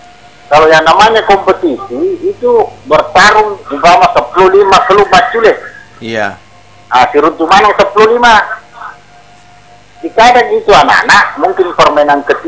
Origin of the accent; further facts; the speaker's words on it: Parepare, South Sulawesi, Indonesia; kita sebagai orang Pare-Pare